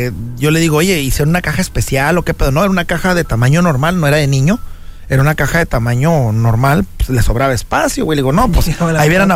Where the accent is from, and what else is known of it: Mexico